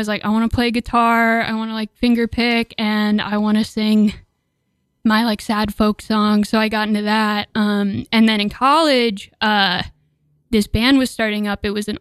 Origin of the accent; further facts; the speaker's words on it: Connecticut, United States; I'm from Connecticut, actually. It's like the worst state ever.